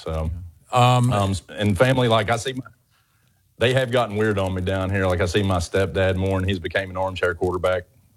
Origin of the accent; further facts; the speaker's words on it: Murray, Kentucky, United States; accent: Southern; I'm in Murray, Kentucky.